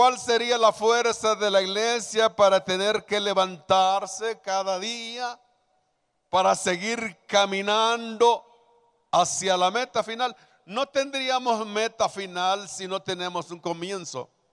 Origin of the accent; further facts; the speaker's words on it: Mexico